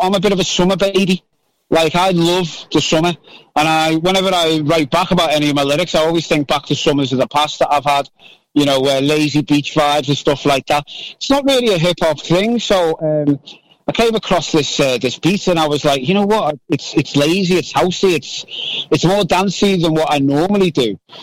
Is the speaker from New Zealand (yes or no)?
no; Liverpool, North West England, United Kingdom; I was born and raised in Liverpool.